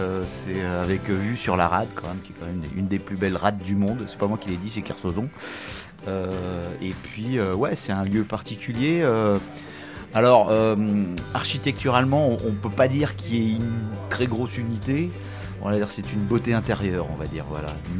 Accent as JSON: {"language": "French", "town": "Brest", "region": "Brittany", "country": "France", "tie": "born or raised there", "said": "Ouais, bah, je suis né à Brest, ouais, j'ai passé mon enfance à Brest. Après, j'ai un peu bougé. Voilà, Plougastel, Quimper, puis je suis revenu à Brest pour mes études."}